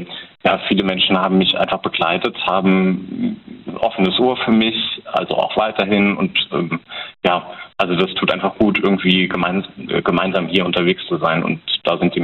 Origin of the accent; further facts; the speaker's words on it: Trier, Rhineland-Palatinate, Germany; Also als ich hier ankam, also ursprünglich komme ich aus Trier. Die Trier da sind ja so ein bisschen zurückhaltender.